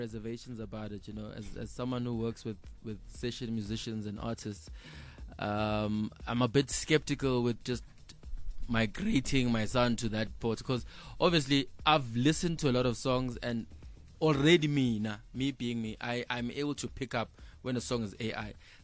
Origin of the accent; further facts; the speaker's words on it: East Rand, Gauteng, South Africa; born there; also born or lived in Soweto; mina ngibuye Midlands, Ndunansi Soweto. On that, actually, I was born in Soweto, but I lived in Spreadview, East Rand.